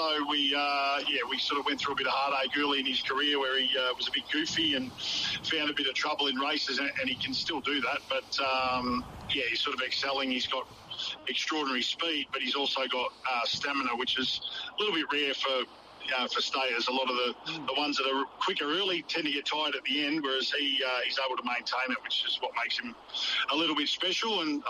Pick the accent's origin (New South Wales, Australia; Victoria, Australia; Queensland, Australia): Victoria, Australia; Melbourne; I grew up near the Sandown track